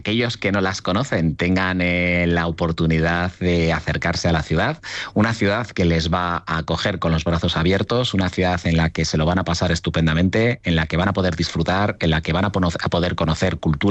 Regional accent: Burgos, Castile and León, Spain; soy de aquí de Burgos, nacido en Burgos

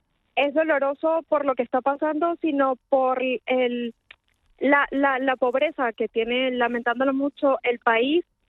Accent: Venezuela; moved away as an adult; now in Madrid, Spain; Sí, soy venezolana y tengo 8 años aquí en Madrid.

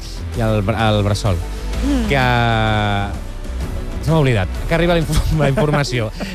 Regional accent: Catalonia, Spain; si som del Vallès.

